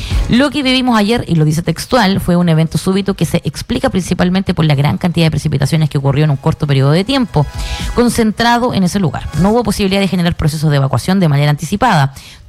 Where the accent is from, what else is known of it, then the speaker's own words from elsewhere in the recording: Chile; como chilenos lo sabemos, lo tenemos claro.